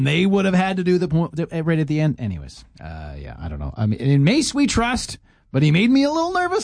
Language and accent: English; Calgary, Alberta, Canada; I'm from Calgary. I moved here, and the next year I became a Rider fan.